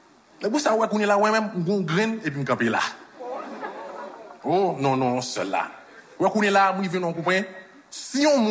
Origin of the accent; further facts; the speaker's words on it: Haiti; So, we were in the movie, dans set là, we were the only Haitians there.